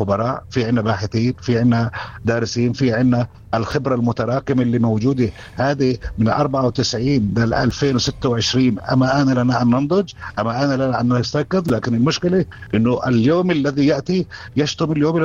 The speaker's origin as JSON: {"language": "Arabic", "country": "Palestine", "said": "أنا أكون كفلسطيني"}